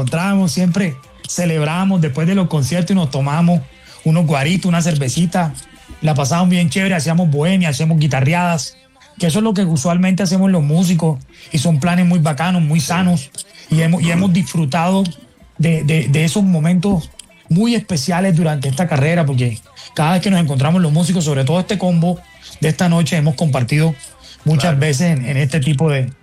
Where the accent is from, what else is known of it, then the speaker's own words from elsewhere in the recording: Cartagena, Bolívar, Colombia; generación del tropipop son pelados que llegaron de Bucaramanga, del eje cafetero, de la costa, como yo que llegué de Cartagena, de muchas partes, y nos encontramos acá con todas estas historias chéveres